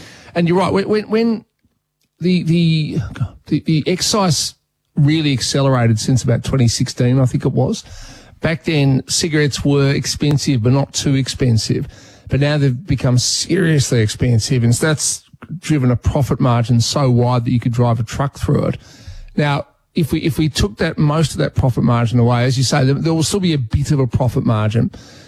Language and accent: English; Melbourne, Victoria, Australia; You know, when I grew up in Melbourne, it was just part of your DNA.